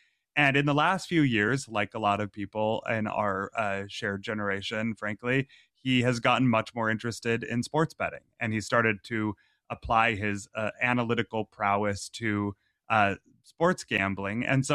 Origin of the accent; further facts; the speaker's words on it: Massachusetts, United States; I grew up in Massachusetts, so I have the New England sports fan, the Celtics and Patriots.